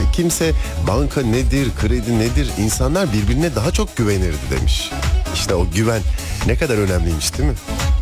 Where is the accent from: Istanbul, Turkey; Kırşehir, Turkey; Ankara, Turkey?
Kırşehir, Turkey; moved away; Memleketime şirin Kırşehir'e de selam olsun.